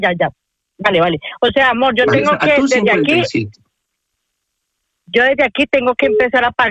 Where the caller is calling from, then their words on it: Madrid, Community of Madrid, Spain; de aquí de Madrid.